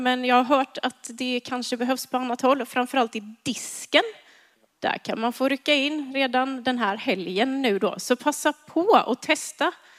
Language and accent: Swedish; Habo, Jönköping County, Sweden; Och jag är uppvuxen i Habo.